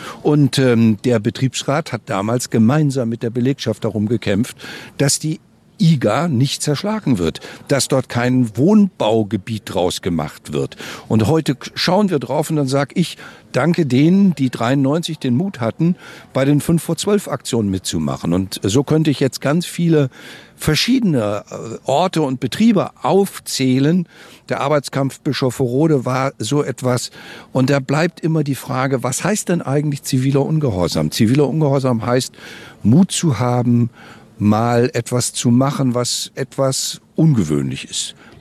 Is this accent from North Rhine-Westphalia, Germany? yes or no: no; Erfurt, Thuringia, Germany; Und ich finde es so wichtig, dass wir als Erfurter selber wissen